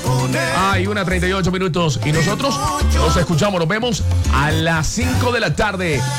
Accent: Caribbean Region, Colombia; Chiste de... de mi tierra, de costeño, chiste de costeño.

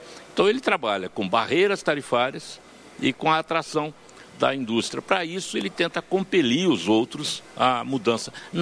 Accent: Brazil; Eu, como brasileiro

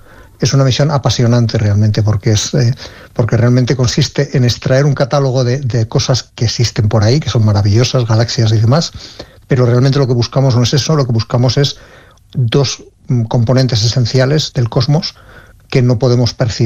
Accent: Ávila, Castile and León, Spain; Sí, yo soy de Ávila y en Ávila tenemos unos cielos envidiables

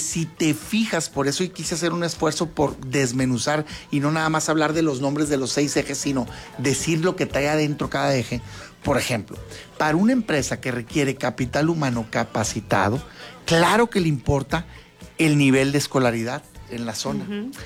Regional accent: Mexico

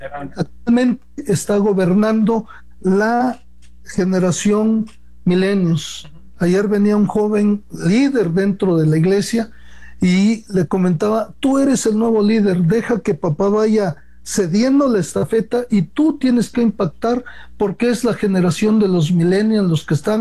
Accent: Mexico

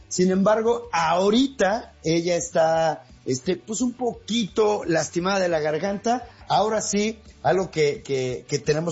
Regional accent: Mexico; Pues mira, es que creo que así somos los mexicanos, unos locos gitanos, soñadores y aventureros.

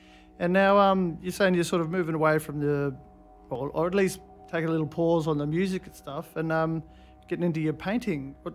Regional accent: Darwin, Northern Territory, Australia; also born or lived in Queensland; I grew up off country. I'm from Queensland originally, grew up in Darwin, and now I'm living here.

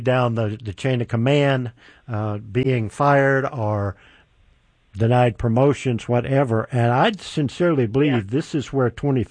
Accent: Deep South, United States; I grew up in the Deep South, and I have seen what segregation looks like.

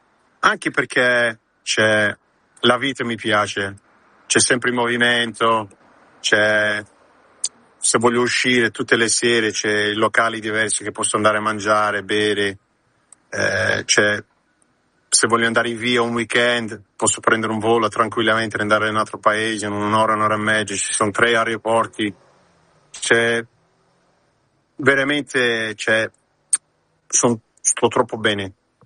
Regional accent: Australia; now in Milan, Italy; è ovvio che sono in società con un mio amico che siamo cresciuti insieme in Australia con Max Vieri

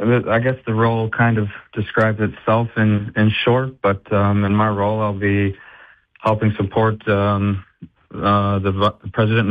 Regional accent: Hastings, Michigan, United States; moved away as an adult; also born or lived in Norway; now in Grand Rapids, United States; I am born and raised in West Michigan from Hastings, Michigan. Lived there my whole childhood. Went to Western Michigan University. That was before before I moved to Norway in 2012.

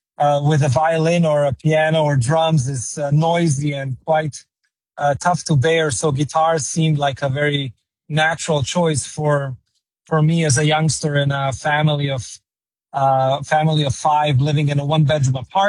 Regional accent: Slovenia; I come from Slovenia

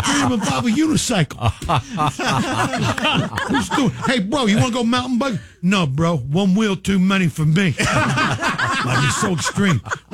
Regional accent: Philadelphia, Pennsylvania, United States; First off, I'm from Philly, all right?

